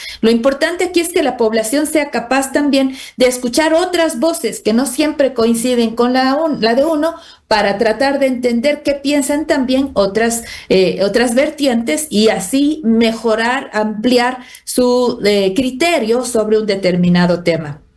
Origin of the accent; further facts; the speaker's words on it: Ecuador; en sociedades como la nuestra, como la ecuatoriana